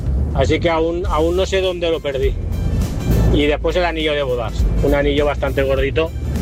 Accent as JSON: {"language": "Spanish", "town": "Valencia", "region": "Valencian Community", "country": "Spain", "said": "Buenas noches. … de Valencia."}